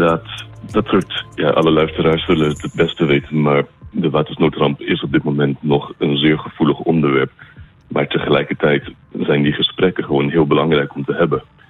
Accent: Luxembourg; Want ik ben Nederlander, maar ben in het buitenland opgegroeid, inderdaad. En dus in Luxemburg.

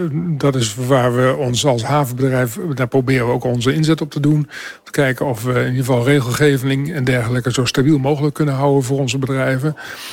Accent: Eemshaven, Groningen, Netherlands; Daar kom ik vandaan.

